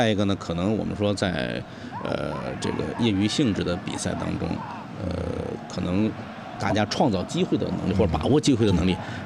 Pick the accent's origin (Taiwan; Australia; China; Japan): China; Dalian, Liaoning; 都能够看到我们大连人啊，